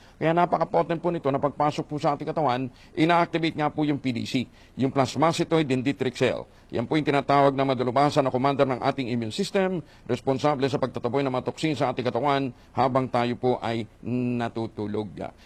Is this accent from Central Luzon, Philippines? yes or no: yes; San Jose, Central Luzon, Philippines; malayo kayo sa amin sa San Jose. San Jose City kami.